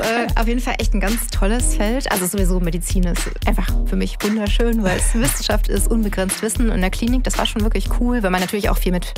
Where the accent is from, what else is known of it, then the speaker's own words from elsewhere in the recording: Germany; born there; ich bin hier geboren